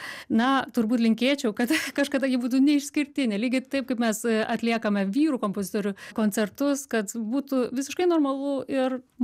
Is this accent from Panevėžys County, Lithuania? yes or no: yes; Pasvalys, Panevėžys County, Lithuania; also born or lived in Tetervinai; Nors aš gimiau taip pačiam Pasvaly, ten tie patys pirmieji meteliai buvo miestelėje pačiame, o tada jau pavyko susigražinti mano senelių statytus namus. Mes išsikrausim jau į Tetervinus.